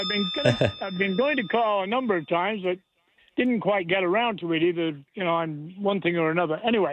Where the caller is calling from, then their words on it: Marmora, Ontario, Canada; I'm phoning in from Marmara